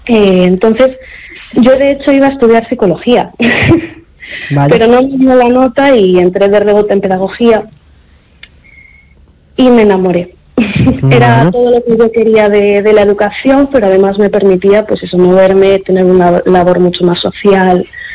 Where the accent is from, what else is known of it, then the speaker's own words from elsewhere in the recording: Santiago de Compostela, Galicia, Spain; also born or lived in Valladolid / Segovia; Pues verás, yo nací en Valladolid, como comentaste antes. Me crié en Segovia hasta los 6 años, crecí aquí en Santiago, pero bueno, una parte de mí pues siempre estará en Ecuador, ¿no?, donde está mi familia.